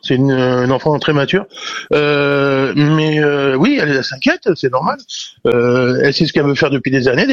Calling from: Chinon, Centre-Val de Loire, France; moi, vous voyez, j'habite à Chinon, c'est une petite commune de l'Indre-et-Loire.

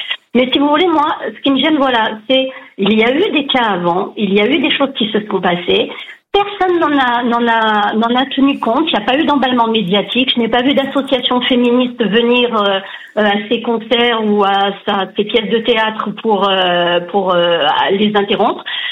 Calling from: Provence-Alpes-Côte d'Azur, France; Des Alpes-Maritimes.

